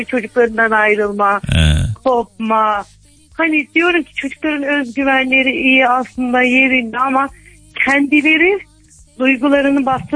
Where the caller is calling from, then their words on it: Sakarya, Turkey; Sakarya'dan arıyorum.